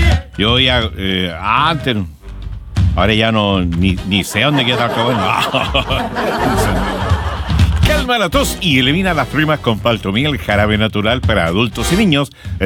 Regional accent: Talcahuano, Biobío, Chile; born there; Oh, ya no he vuelto más para Talcahuano. Y yo nací en Talcahuano.

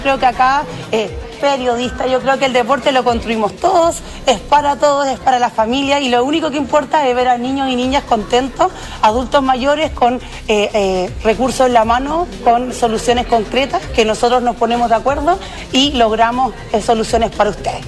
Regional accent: San Felipe, Valparaíso, Chile; Yo soy de San Felipe, vibramos con el voleibol, es parte de la cultura de la ciudad

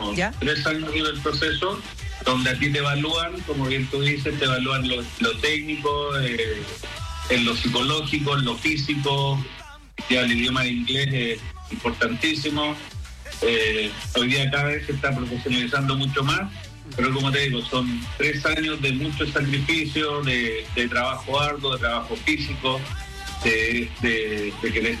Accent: Chile; para sentirse orgullosos como chilenos, pues la verdad que no, sin clasificar un mundial con nuestra selección

